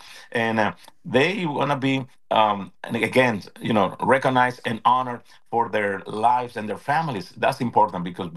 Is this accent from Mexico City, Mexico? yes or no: no; Tijuana, Baja California, Mexico; now in San Diego, United States; And of course, south of the border, I'm originally from Tijuana.